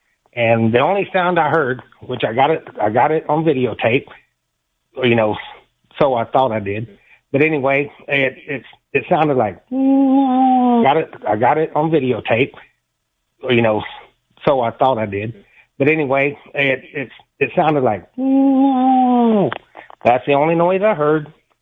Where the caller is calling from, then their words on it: Live Oak County, Texas, United States; I'm in South Central Texas, Live Oak County area.